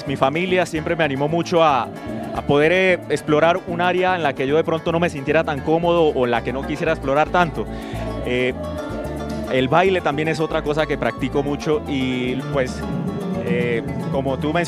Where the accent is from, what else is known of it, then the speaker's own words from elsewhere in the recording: Arauca, Colombia; now in Bogotá, Colombia; vincular la música llanera de donde soy. Yo soy de Arauca, de dos familias araucanas.